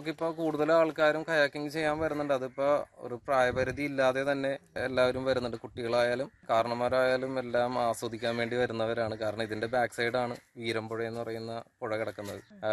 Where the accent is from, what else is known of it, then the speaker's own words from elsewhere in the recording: Kerala, India; ഞാൻ ജനിച്ചു വളർന്ന ഇവിടെ തന്നെയാണ്.